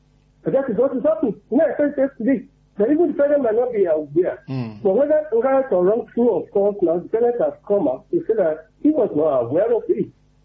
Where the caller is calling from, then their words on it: Nigeria; I'm calling from Mawotong.